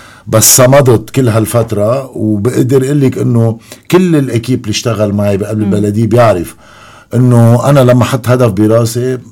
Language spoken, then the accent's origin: Arabic; Abra, South Governorate, Lebanon; كان عندي هدف انه حسن ضيعتي حسن حياه اهل عبره. مش ضيعتي عبره وعبره جديده يعني ما في فرق, كلنا ضيعه كبيره.